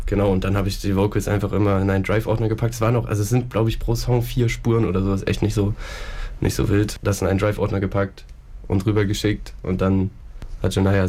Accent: Weimar, Thuringia, Germany; moved away; ich komme ja aus Weimar

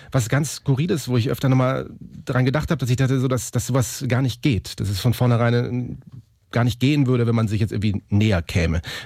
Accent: Munich, Bavaria, Germany; moved away; ich komme ja aus München und war also auf dem Gymnasium

